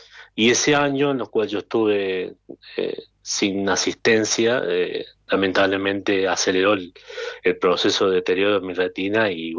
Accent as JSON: {"language": "Spanish", "town": "Villa Mercedes", "region": "San Luis", "country": "Argentina", "tie": "born or raised there", "said": "Sí, yo nací aquí, sí, en Villa Mercedes."}